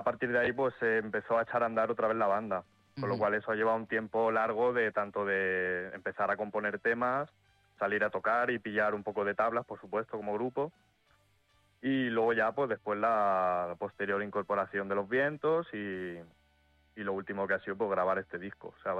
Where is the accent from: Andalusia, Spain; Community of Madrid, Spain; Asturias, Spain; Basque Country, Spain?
Andalusia, Spain; Villardompardo; Mi pueblo es Villardompardo.